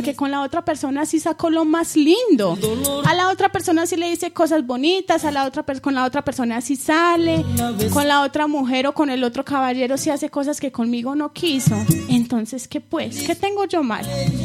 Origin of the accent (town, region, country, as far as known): Colombia